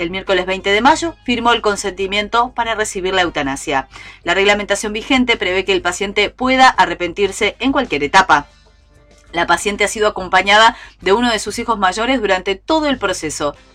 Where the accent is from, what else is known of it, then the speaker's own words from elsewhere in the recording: Uruguay; esto que nos gusta tanto a los uruguayos